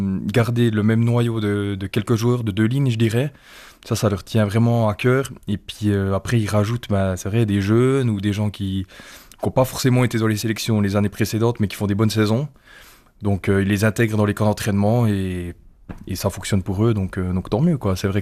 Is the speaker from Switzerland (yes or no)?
yes; Rossemaison, Jura, Switzerland; j'ai grandi à Rosmaison.